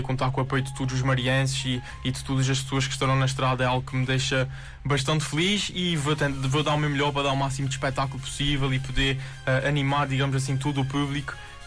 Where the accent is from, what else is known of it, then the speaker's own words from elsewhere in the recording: Azores, Portugal; E a região dos Açores, para mim, é um orgulho enorme ser açoriano